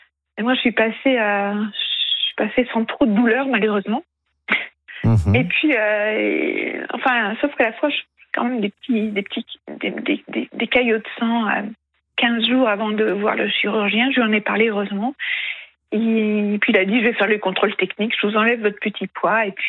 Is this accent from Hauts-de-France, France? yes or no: yes; Hauts-de-France, France; Je suis native du Pas-de-Calais